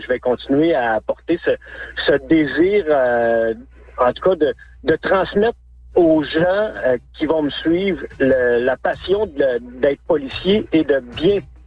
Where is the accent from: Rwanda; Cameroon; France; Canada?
Canada; Quebec; moved away as an adult; now in Saguenay-Lac-Saint-Jean, Canada; J'ai travaillé longtemps en Abitibi, dans ma région natale.